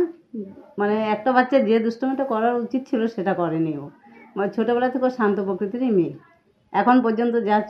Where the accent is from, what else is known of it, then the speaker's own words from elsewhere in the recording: Jalpaiguri, West Bengal, India; আমি শ্রেয়সীর মাসি, আমার বাড়ি জলপাইগুড়ি।